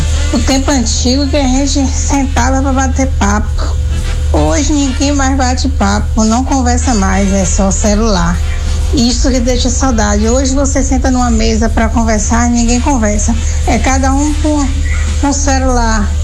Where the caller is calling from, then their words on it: Manuel Vitorino, Bahia, Brazil; de Manuel Vitorino